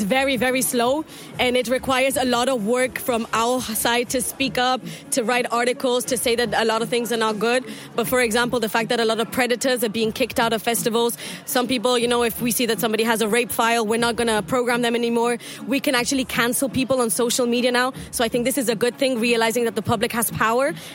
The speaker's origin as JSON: {"language": "English", "country": "India", "moved": "yes", "said": "especially because I'm an Indian woman, an immigrant woman"}